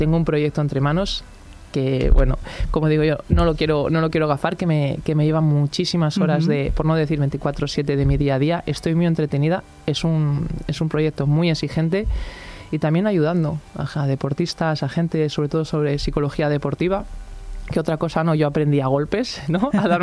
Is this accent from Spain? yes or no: yes; Cantabria, Spain; moved away as an adult; todos los recuerdos desde pequeña, pues por los valles pasiegos, por Santander